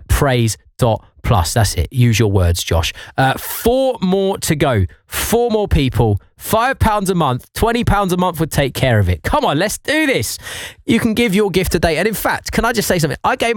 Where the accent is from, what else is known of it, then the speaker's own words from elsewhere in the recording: United Kingdom; we're British.